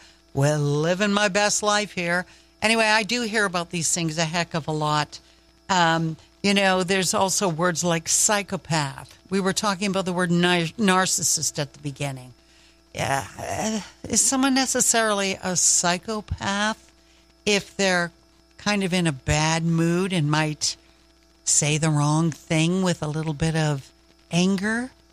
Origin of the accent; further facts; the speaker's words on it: the Maritimes, Canada; Even though I'm from the Maritimes